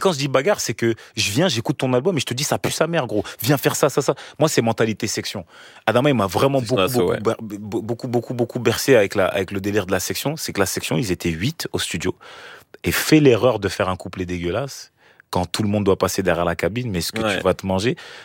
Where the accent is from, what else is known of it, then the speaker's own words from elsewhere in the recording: Cameroon; Et je suis camerounais, frérot. Je suis camerounais, petit.